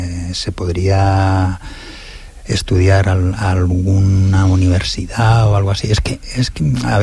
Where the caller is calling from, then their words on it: Sant Boi de Llobregat, Catalonia, Spain; yo soy de Ciudad Cooperativa